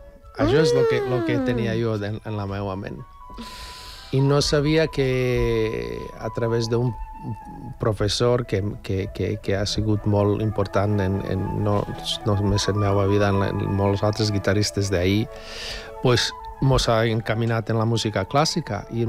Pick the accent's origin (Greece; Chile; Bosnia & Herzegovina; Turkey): Bosnia & Herzegovina; Catalan is a second language; moved away; De Bòsnia. Ara soc de Bòsnia, sí.